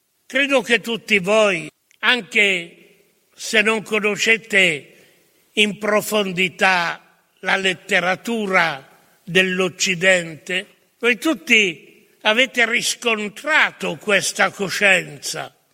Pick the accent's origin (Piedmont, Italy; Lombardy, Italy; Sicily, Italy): Piedmont, Italy; Asti; moved away; Asti è la mia terra, questo Monferrato che continuo sempre ad amare anche se non lo abito più.